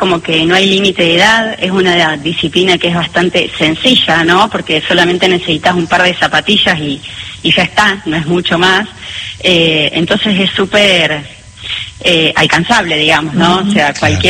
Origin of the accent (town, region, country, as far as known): Ushuaia, Tierra del Fuego, Argentina; born or raised there